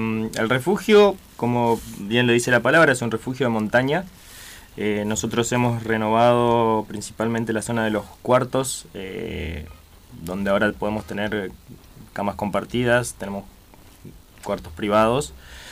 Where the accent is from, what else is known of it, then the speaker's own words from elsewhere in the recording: El Bolsón, Río Negro, Argentina; born there; nos criamos ahí